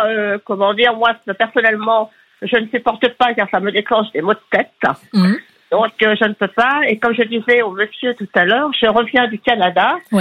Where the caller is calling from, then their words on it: Pays de la Loire, France; de Hanchet, dans le Maine-et-Loire.